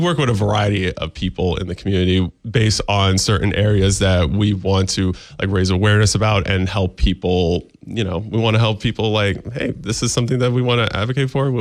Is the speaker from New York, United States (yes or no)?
yes; Utica, New York, United States; I'm born and raised in Utica. I went to the Utica Academy of Science Charter School.